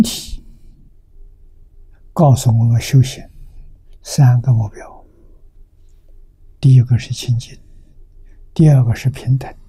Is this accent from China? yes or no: yes; China; 那这其中戒取见见取见，就是我们中国人讲的成见。